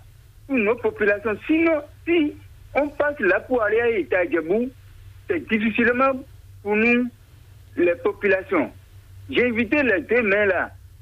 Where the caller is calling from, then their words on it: Bonou, Ouémé, Benin; village à Komaran, mairie de Bonou.